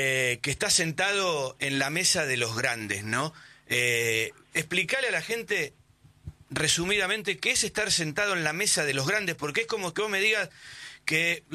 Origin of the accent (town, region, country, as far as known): Argentina